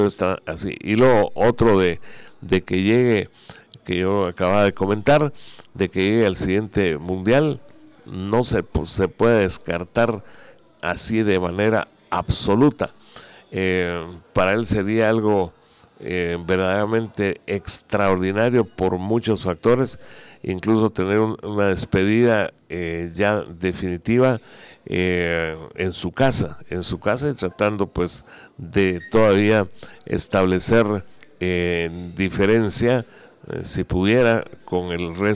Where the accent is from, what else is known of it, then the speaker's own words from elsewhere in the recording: Portugal; parte de ella será en mi país, en Portugal